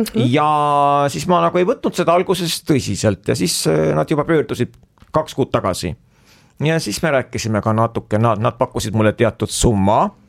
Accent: Viljandi, Viljandi County, Estonia; te olete Tartu vaim ju, et ma olen Viljandist.

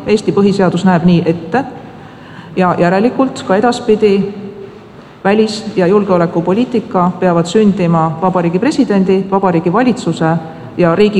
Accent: South Estonia, Estonia; born or raised there

